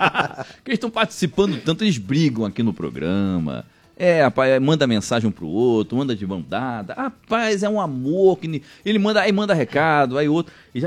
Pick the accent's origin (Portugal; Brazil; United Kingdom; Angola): Brazil; eu sou brasileiro.